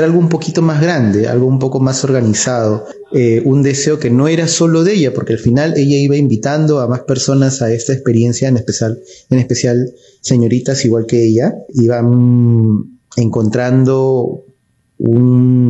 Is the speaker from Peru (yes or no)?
yes; Peru